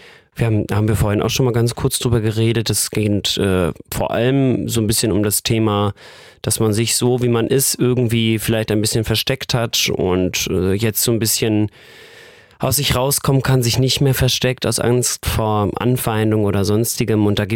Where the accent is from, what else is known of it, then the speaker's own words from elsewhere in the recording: Wismar, Mecklenburg-Vorpommern, Germany; Münster oder Nürnberg oder in Wismar, wo ich herkomme, beim Schwedenfestival wieder.